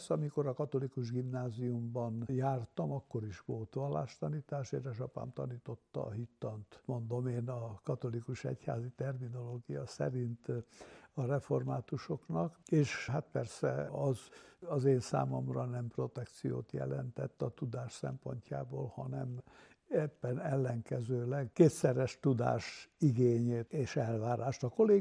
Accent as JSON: {"language": "Hungarian", "town": "Araci", "region": "Covasna", "country": "Romania", "tie": "born or raised there", "also_born_or_lived": "Odorheiu Secuiesc", "said": "mi úgy voltunk elindulva Árapatakon, amikor édesapám oda került lelkésznek, és születtünk egymás után, hát Árapatakon négyen a testvérek közül, kettő született aztán Kolozsváron"}